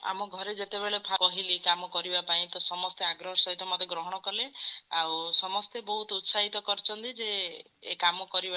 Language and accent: Odia; Odisha, India; ଦେଖନ୍ତୁ ମ୍ୟାଡାମ ମୁଁ ଗଞ୍ଜାମର ଝିଅ ସତ କଥା